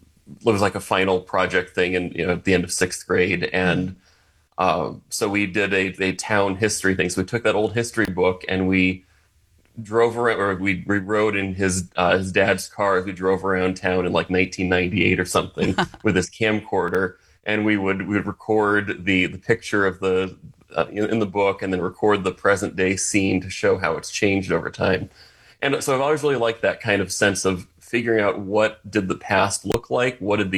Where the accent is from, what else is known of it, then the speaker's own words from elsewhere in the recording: New England, United States; It was growing up in New England, being surrounded by history